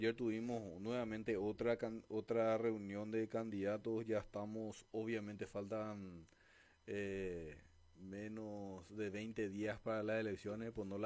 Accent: Paraguay

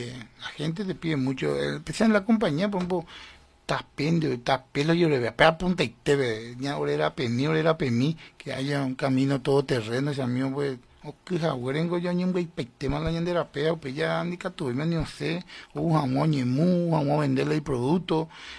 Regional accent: Carapeguá, Paraguarí, Paraguay; como ciudadano carapegüeño, como paraguayo que somos.

